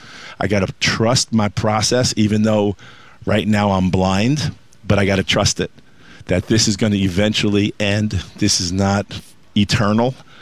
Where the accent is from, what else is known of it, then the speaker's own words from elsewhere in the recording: Queens, New York, United States; You know, for me growing up, I grew up in Queens.